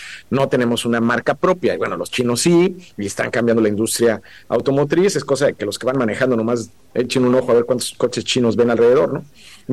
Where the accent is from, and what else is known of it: Mexico